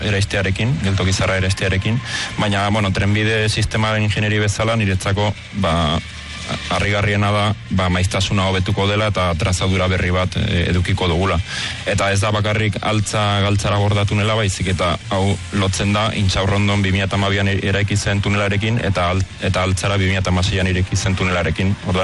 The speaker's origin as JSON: {"language": "Basque", "town": "San Sebastián", "region": "Basque Country", "country": "Spain", "moved": "yes", "lives_now": "Barcelona, Spain", "said": "ni Donostiarra naiz, orain Bartzelonan bizi naiz, eta, bueno, ba, Donostian familia eta lagunak ditut"}